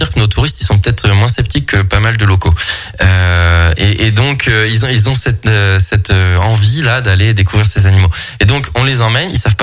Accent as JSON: {"language": "French", "country": "France", "said": "On n'imagine pas que chez nous, en France, on peut aller voir des baleines, des cachalots, des cétacés en général, des tortues marines."}